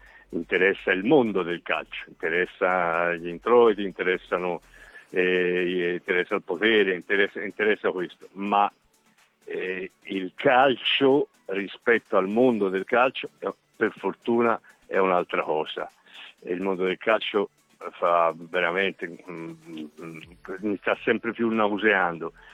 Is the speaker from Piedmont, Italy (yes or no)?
yes; Piedmont, Italy; che ne so, Pinerolo Chivasso, per dirlo da piemontese